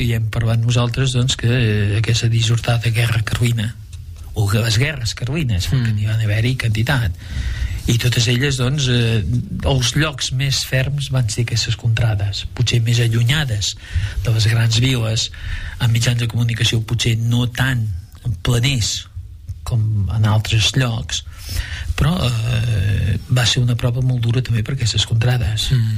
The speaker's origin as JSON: {"language": "Catalan", "region": "Franja de Ponent", "country": "Spain", "tie": "born or raised there", "said": "Jo m'he criat a la Franja de Ponent també"}